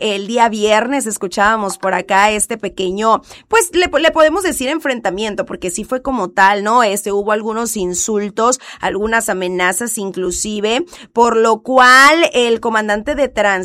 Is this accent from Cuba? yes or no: no; Mexico